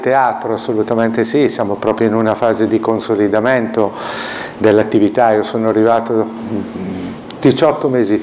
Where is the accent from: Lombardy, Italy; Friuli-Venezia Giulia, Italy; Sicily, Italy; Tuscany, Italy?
Lombardy, Italy; Cremona; now in Genoa, Italy; Io sono di Cremona, andare a Busseto sono solamente 18 chilometri, per cui frequentiamo abitualmente quei posti.